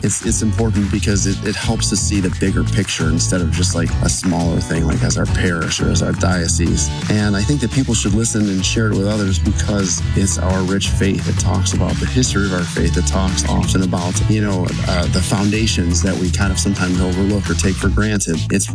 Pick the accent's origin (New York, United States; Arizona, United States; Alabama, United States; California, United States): New York, United States; Orchard Park; I'm from Orchard Park, New York.